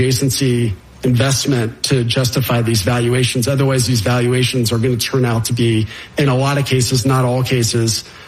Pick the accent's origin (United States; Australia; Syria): United States; Austin, Texas; I grew up in Austin, so we had a view, Austin, San Antonio view